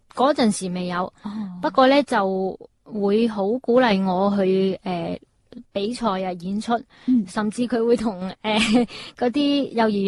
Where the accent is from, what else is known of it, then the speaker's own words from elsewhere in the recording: Jiangmen, Guangdong, China; born there; 我本身呢，我系喺江门出世嘅，江门市出世，咁样。